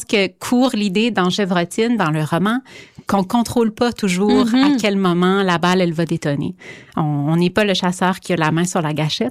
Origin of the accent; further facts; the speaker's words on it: Canada; now in Montreal, Canada; Je suis pas née en Acadie, mais j'ai grandi là-bas. Mm-hmm. L'identité, c'est malléable, mais je pense quand même que je suis acadienne quelque part en moi.